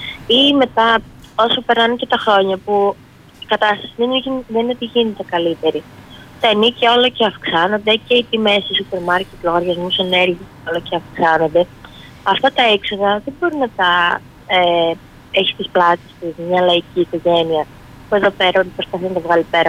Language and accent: Greek; Heraklion, Crete, Greece; Είμαι από το Ηράκλειο.